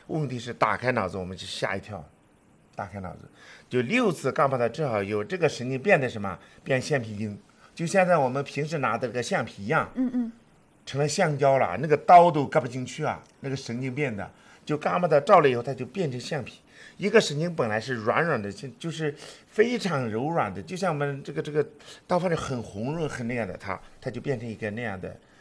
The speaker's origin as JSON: {"language": "Chinese", "country": "China", "said": "都是我们中国人现在建立的"}